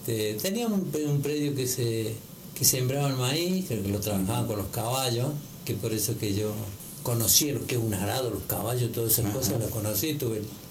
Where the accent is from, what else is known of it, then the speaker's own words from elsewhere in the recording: Las Tapias, Córdoba, Argentina; also born or lived in Río Cuarto; ahí pasé mi infancia en Las Tapias, andando por los montes